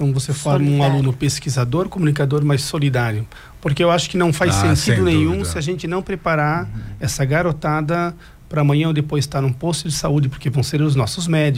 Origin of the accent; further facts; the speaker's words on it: Jaraguá do Sul, Santa Catarina, Brazil; moved away; Jaraguá do Sul, de onde eu venho também.